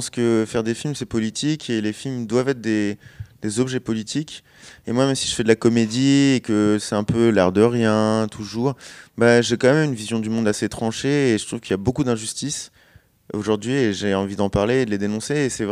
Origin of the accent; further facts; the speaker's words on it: Chelles, Île-de-France, France; Oui, c'est ma ville natale.